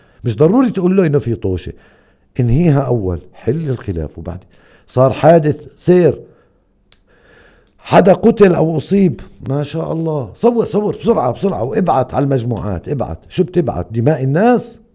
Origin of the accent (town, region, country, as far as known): Palestine